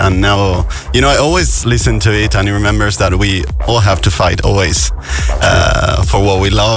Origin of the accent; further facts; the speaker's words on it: Italy; now in France; I'm from Italy, but I live in France, actually.